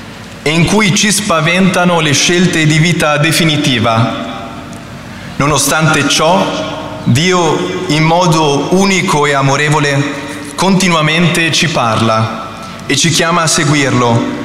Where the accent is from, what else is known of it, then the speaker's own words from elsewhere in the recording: Bologna, Emilia-Romagna, Italy; ho 27 anni e vengo da Bologna.